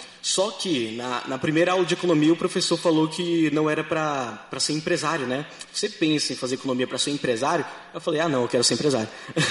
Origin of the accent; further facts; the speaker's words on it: Porto Velho, Rondônia, Brazil; moved away; E na minha infância, o que eu trago de Porto Velho é isso, né?